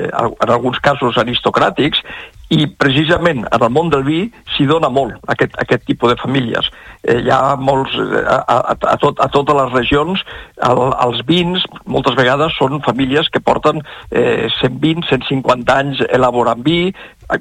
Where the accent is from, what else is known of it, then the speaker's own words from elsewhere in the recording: Barcelona, Catalonia, Spain; born there; El meu pare era alemà i vaig néixer allà a Barcelona, em vaig educar a l'escola alemana, però tinc arrels als dos llocs.